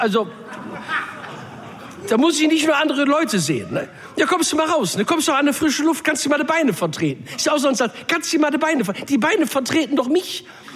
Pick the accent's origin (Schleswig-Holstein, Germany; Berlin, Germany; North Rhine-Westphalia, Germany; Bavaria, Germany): North Rhine-Westphalia, Germany; Duisburg; ich komme aus Duisburg, das ist nicht schön, aber es ist Heimat, ich liebe das ja.